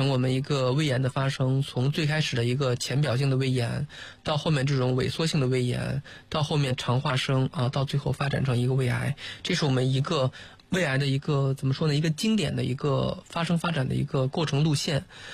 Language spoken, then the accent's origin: Chinese; China; 我们中国人